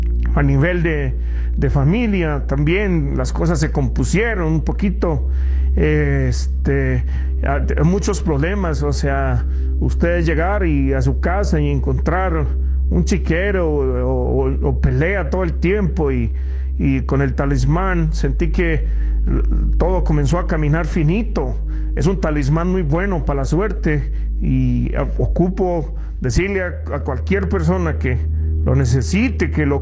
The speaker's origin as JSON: {"language": "Spanish", "country": "Mexico", "said": "yo soy de México, soy una persona muy trabajadora"}